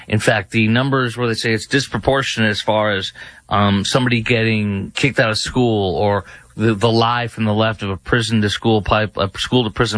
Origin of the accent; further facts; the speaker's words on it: Texas, United States; I'm a Texan. I live in Dallas-Fort Worth.